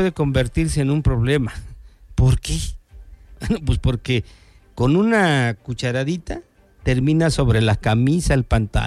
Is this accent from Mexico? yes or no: yes; Mexico; somos mexicanos todos.